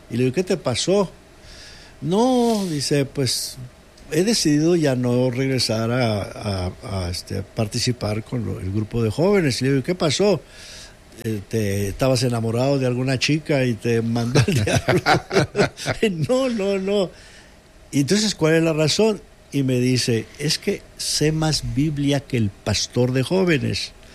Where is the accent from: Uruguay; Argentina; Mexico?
Mexico; Yucatán; also born or lived in Costa Rica; Una vez decidimos dejar de vivir aquí en Costa Rica y nos fuimos a México, a Yucatán, de donde soy